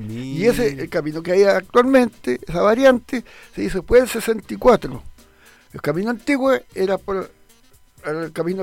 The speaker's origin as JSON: {"language": "Spanish", "town": "Chanco", "region": "Maule", "country": "Chile", "tie": "born there", "said": "ese legado lo llevé de Quechanco, de Escuela 1."}